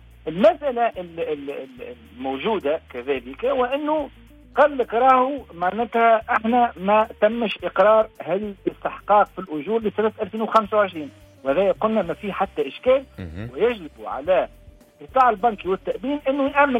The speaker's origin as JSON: {"language": "Arabic", "country": "Tunisia", "said": "ما انا شعب تونسي."}